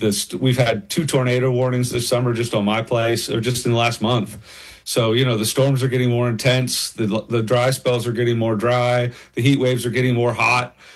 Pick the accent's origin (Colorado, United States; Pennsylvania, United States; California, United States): Pennsylvania, United States; moved away as an adult; No, I'm originally from Pennsylvania.